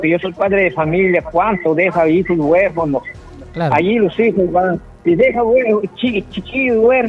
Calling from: Tambogrande, Piura, Peru

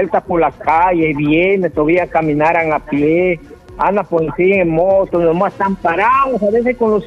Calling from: Tambogrande, Piura, Peru

